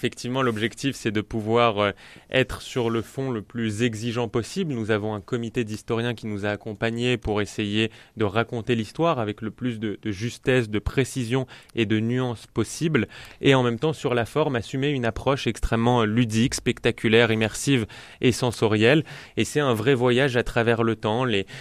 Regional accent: Paris, Île-de-France, France; moi je suis parisien, personne n'est parfait

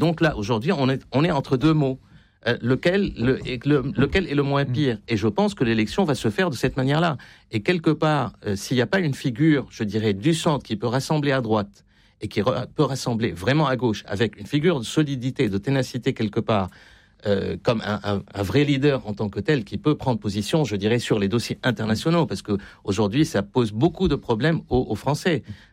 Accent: France; Donc, on a un peu peu manger notre chapeau aussi en tant que Français.

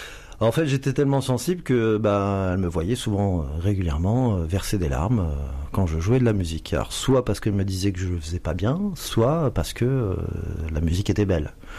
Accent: Vitry-le-François, Grand Est, France; Moi, je suis d'originaire de la Marne. Et là-bas, à Vitry-le-François, il y a beaucoup de commémorations militaires, des défilés.

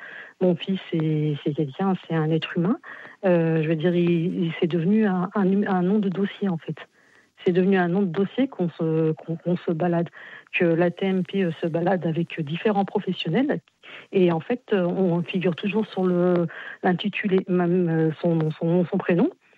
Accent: France; born there; Moi, je suis d'origine maghrébine, tunisienne.

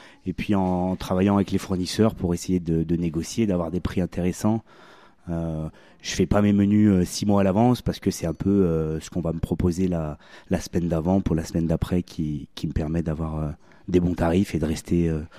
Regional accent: Bourg-Argental, Auvergne-Rhône-Alpes, France; moi j'ai grandi à Bourg-Argental, j'ai fait jusqu'à mon collège, je sais que c'est un village tranquille

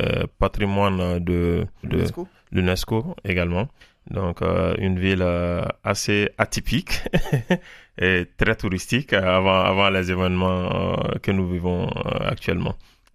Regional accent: Mali; moved away as an adult; now in Montpellier, France; mon enfance au Mali

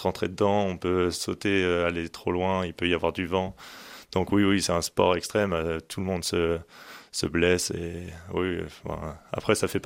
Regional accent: France; quand on est français.

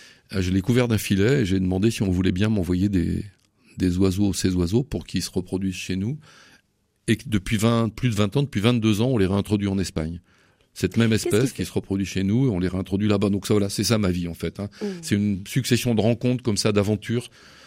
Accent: Occitanie, France; on est originaire de l'Aveyron

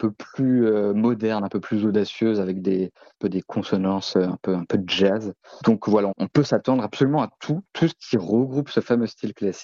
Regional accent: Lannion, Brittany, France; moved away as an adult; also born or lived in Canada; Moi, en fait, je suis originaire de Lannion, donc un tout petit peu au nord de Lokenvel, de Belle-Île-en-Terre.

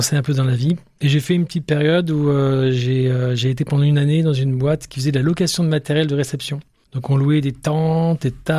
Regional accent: Aix-en-Provence, Provence-Alpes-Côte d'Azur, France; born or raised there; also born or lived in Lille / Marseille; now in Niort, France

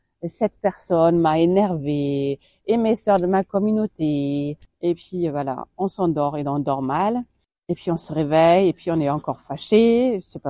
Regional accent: Germany; now in Nevers, France; comme je suis allemande

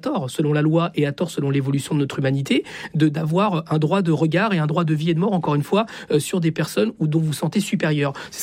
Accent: Chile; now in France; Je viens du Chili. Je suis fils d'exilé politique. Je suis en France parce que l'extrême droite a pris le pouvoir de la pire des manières.

